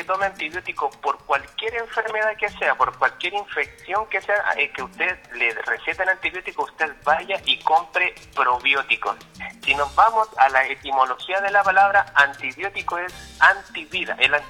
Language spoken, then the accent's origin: Spanish; Vallenar, Atacama, Chile; now in Coquimbo Region, Chile; porque soy de Vallenar